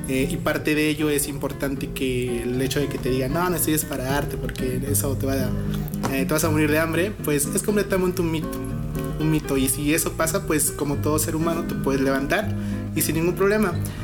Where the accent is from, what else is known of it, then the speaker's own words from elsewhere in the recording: San Antonio Texcala, Puebla, Mexico; soy originariamente de San Antonio Texcala, orgullosamente, de una comunidad muy cercana aquí a Tehuacán, 25 minutos para ser exactos